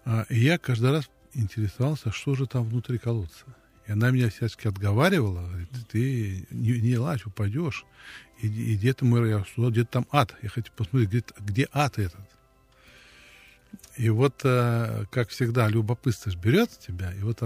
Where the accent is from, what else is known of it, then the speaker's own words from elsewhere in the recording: Belarus; я родился и вырос в Белоруссии.